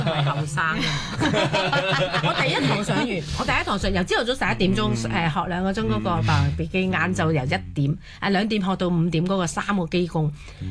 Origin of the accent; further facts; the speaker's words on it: Macau; 我是澳門一個土生土長的人